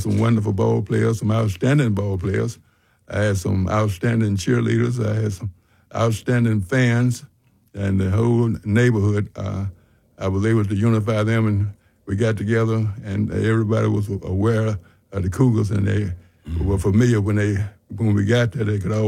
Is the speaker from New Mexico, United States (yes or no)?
no; Memphis, Tennessee, United States; I'm from Memphis, BTW High School.